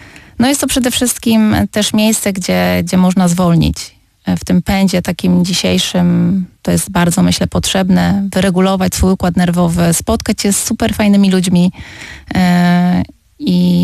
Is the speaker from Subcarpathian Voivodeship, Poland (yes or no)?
no; Opole, Opole Voivodeship, Poland; Opole to jest moje miasto rodzinne.